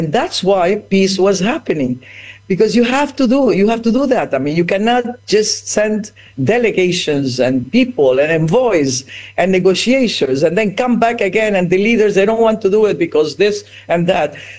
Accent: Ecuador; English is a second language; I was raised in Ecuador that Peru is my enemy. That as a child, I went to school, that Peru was our enemy that took half of our land

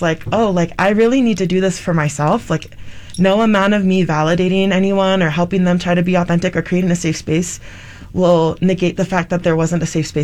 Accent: Hawaii, United States; I didn't grow up in Utah. I was born and raised in Hawaii, and I grew up LDS

